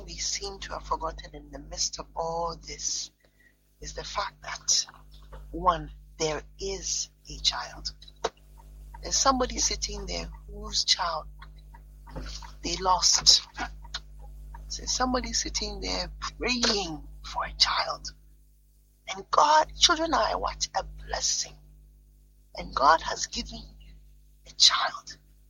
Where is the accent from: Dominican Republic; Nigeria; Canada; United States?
Nigeria; I'm from Nigeria.